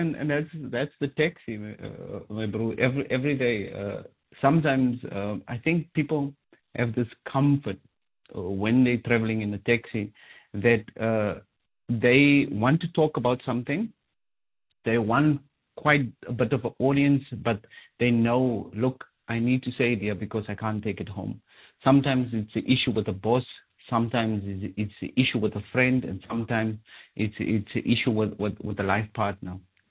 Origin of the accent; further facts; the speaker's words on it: Northern Cape, South Africa; moved away as an adult; now in Cape Town, South Africa; I'm from the Makwaland, so in most cases, wherever we go, we walk.